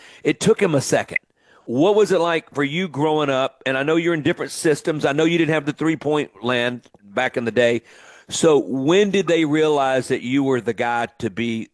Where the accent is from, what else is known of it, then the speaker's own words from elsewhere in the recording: the South, United States; And, you know, we grew up in the South, you and me.